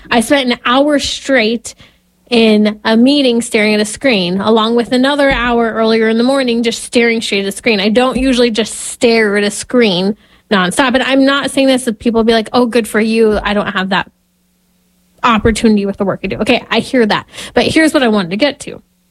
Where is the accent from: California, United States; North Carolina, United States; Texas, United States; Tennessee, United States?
California, United States; That is one of the many reasons why we talk a lot about what happens here in my home state of California.